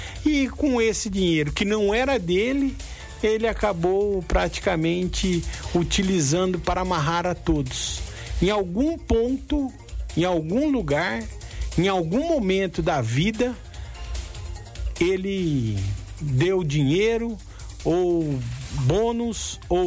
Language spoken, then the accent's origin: Portuguese; Brazil; E você, eu, que somos brasileiros